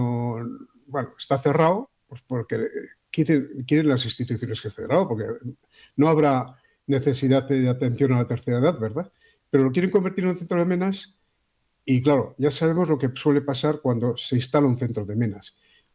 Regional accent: Spain; Somos españoles.

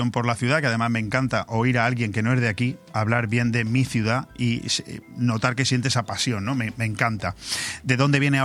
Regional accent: Spain; yo soy español, me defiendo bien en España

